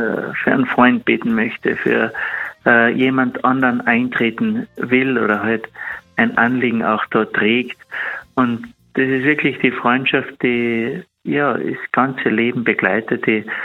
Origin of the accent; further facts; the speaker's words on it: Salzburg, Austria; ich schätze es immer sehr als Salzburger.